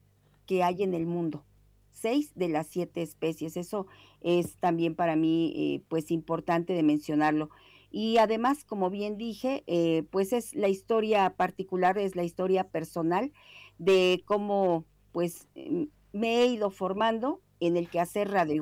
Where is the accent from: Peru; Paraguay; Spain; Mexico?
Mexico; born or raised there